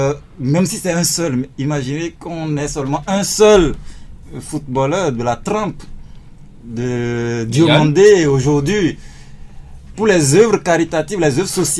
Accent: Benin; nous en tant que Béninois

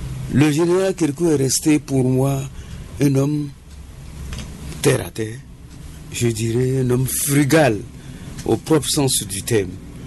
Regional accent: Benin; Mais au nord, nous, on n'appelle pas ça vaudou.

